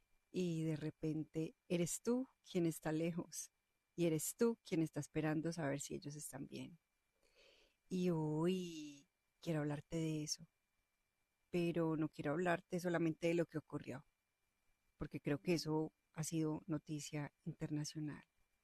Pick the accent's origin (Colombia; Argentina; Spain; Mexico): Colombia; moved away; Mis papás están en Colombia